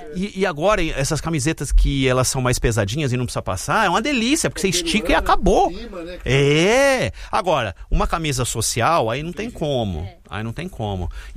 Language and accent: Portuguese; São Paulo, Brazil; born there; moved away; eu nasci na Pompeia, né? Nasci no bairro da Pompeia e depois fui embora da Pompeia e passei a vida inteira longe da Pompeia. Mas voltei há 4 anos para Pompeia. Nasci no Hospital São Camilo